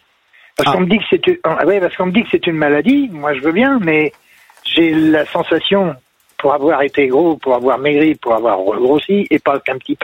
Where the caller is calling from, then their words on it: Rougé, Pays de la Loire, France; Je suis à Rougé. J'ai déménagé, mais je suis toujours à Rougé. En Loire-Atlantique.